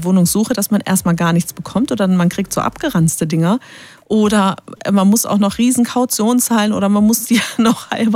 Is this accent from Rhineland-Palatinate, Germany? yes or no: yes; Speyer, Rhineland-Palatinate, Germany; Ich komme ja aus Speyer und ich habe da auch so eine Geschichte zu erzählen, das war echt der Knaller.